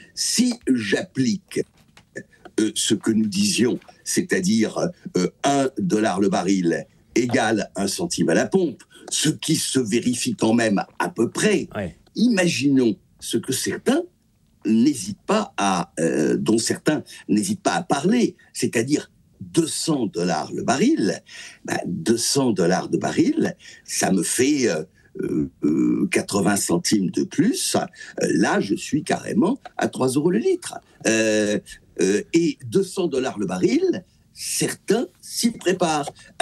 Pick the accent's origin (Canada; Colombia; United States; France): France; South-West; Il se trouve que je suis du Sud-Ouest